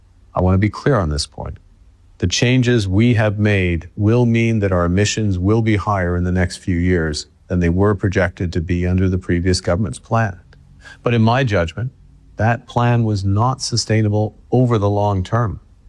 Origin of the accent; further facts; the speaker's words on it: Edmonton, Alberta, Canada; I was a teenager in Edmonton when the National Energy Program was introduced, and I remember how Ottawa made Albertans feel l